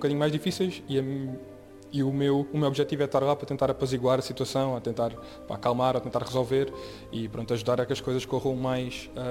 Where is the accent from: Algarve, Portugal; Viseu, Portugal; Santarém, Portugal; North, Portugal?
Algarve, Portugal; now in Lisbon, Portugal; não sou de cá, sou do Algarve